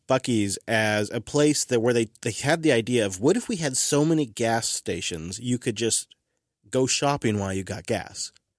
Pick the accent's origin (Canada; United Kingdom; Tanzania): Canada; I'll tell them I'm Canadian and I didn't understand and it'll work.